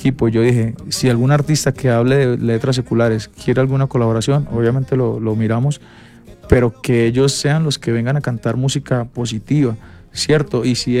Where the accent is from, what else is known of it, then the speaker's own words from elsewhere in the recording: Colombia; Y yo, igual siendo colombiano